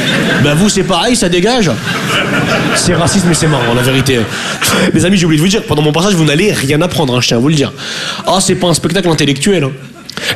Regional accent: northern France, France; now in Paris, France; Je viens du nord de la France.

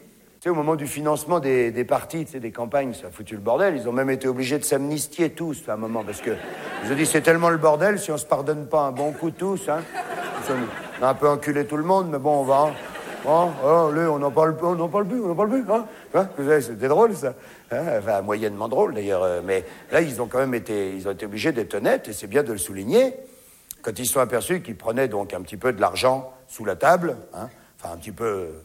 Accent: France; Hein, vous avez vu, chez nous, en France

